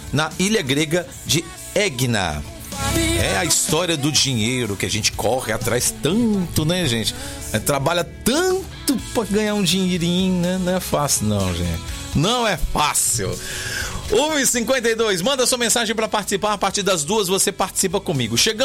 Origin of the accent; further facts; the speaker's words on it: Mauá, São Paulo, Brazil; moved away; Mauá, minha terrinha.